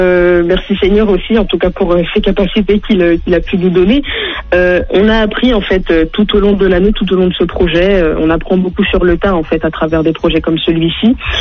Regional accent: France; moved away as an adult; now in Martinique, France; Je suis née, j'ai grandi en Hexagone.

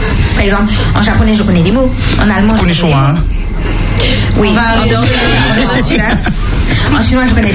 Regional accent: Spain; je suis espagnole.

